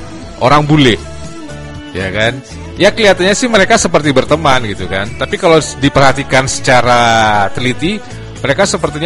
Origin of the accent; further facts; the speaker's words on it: Bali, Indonesia; sebagai orang Bali